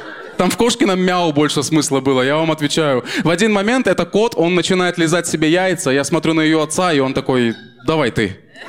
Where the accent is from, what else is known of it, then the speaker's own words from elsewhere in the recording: Rostov-on-Don, Rostov Oblast, Russia; И я сам из Ростова-на-Дону